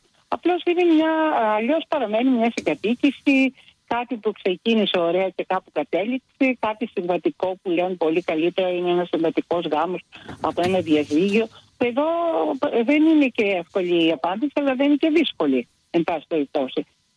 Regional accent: Greece

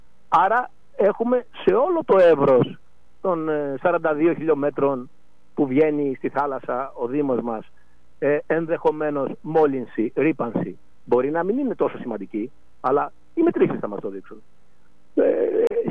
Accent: Patras, Western Greece, Greece; ως πολίτης που εκφράζει την πόλη μου, την Πάτρα

